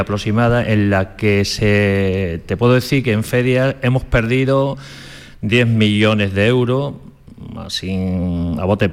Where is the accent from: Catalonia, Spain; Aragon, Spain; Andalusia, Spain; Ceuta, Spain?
Ceuta, Spain; Aquí nosotros pensamos en andaluz, vivimos en andaluz y sentimos en andaluz.